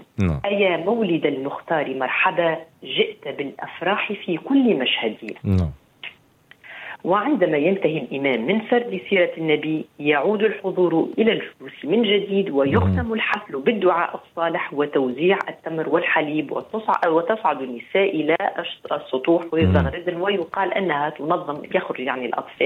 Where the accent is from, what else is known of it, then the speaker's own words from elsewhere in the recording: Tunisia; كما عندنا في تونس